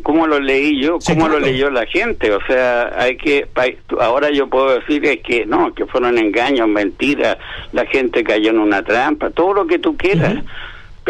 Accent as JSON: {"language": "Spanish", "country": "Chile", "said": "si todos somos chilenos y orgullosos de ser chileno, yo al menos lo soy, y parece que la gran mayoría de mi país lo es."}